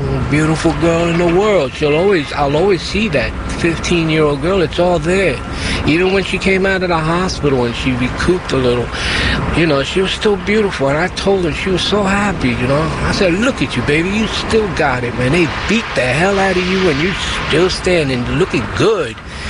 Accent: Brooklyn, New York, United States; I grew up right here in Brooklyn.

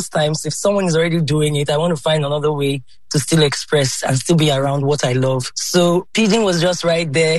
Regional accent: the South, United States; I'm from the South.

